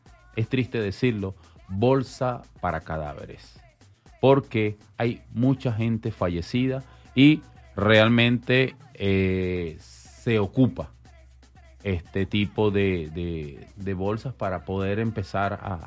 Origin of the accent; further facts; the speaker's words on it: Venezuela; now in Las Vegas, United States; muy agradecido de todo corazón como venezolanos.